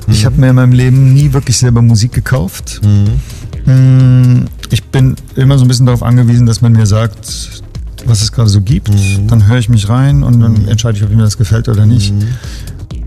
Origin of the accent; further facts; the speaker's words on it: Stuttgart, Baden-Württemberg, Germany; Ich bin in Stuttgart aufgewachsen, in der Nähe von amerikanischen Kasernen, mhm, und habe immer amerikanisches Radio gehört.